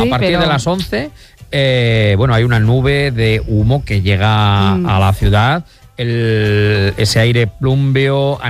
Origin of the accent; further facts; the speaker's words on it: Castilla-La Mancha, Spain; born there; pues nosotros nacimos en La Mancha, claro.